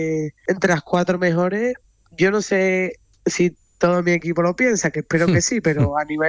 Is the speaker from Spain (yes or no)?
yes; Seville, Andalusia, Spain; dos de Sevilla.